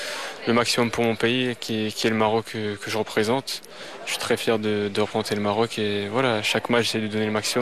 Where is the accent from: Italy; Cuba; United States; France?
France; also born or lived in Morocco; Personnel, c'était un match spécial parce que je suis marocain et français.